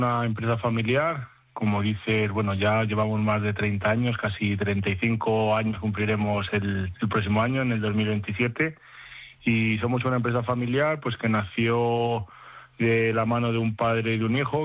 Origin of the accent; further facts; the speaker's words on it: Salamanca, Castile and León, Spain; Somos de Salamanca.